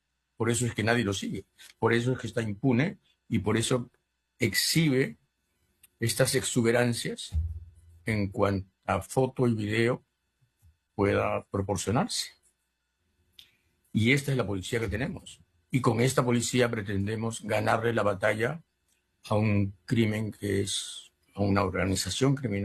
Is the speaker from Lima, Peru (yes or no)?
yes; Lima, Peru